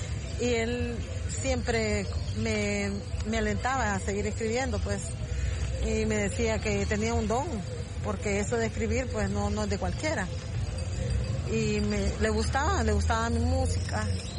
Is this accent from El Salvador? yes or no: yes; El Salvador